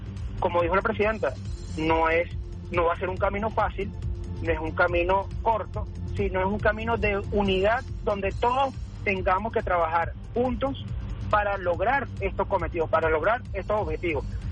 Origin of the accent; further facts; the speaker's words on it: Venezuela; como propios venezolanos bolivarianos que somos